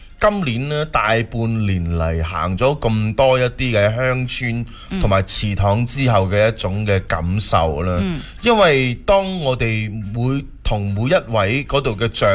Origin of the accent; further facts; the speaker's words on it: Foshan, Guangdong, China; accent: Chancheng Foshan; also born or lived in Xiqiao, Nanhai; 我喺禅城大咁样可能会带一啲嘅呢个禅城佛山嘅口音。